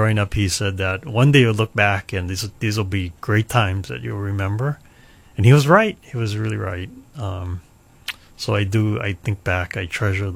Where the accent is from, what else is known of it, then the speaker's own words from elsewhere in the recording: Hilo, Hawaii, United States; when growing up in Hilo